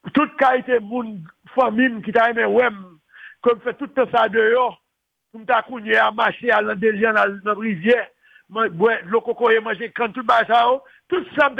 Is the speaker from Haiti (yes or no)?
yes; Haiti; que je vais voter parce que je suis haïtien.